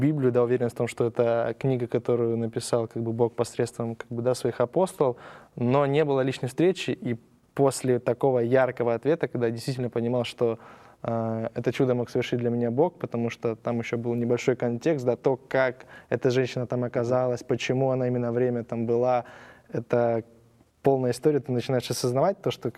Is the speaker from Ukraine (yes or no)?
yes; Ukraine; now in Argentina; Нет, я сам с Украины. Вот. У меня было с детства, не как с детства, 16 лет у меня было такое большое желание уехать учиться за границу